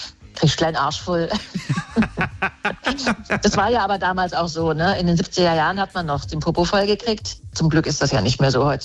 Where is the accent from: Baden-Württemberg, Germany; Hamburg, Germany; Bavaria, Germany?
Baden-Württemberg, Germany; Nussdorf; Nein, ich bin aufgewachsen in Nussdorf. Die ersten 3 Jahre war in Nussdorf bei der … weil die immer auf ihre Enkel aufpasst hat.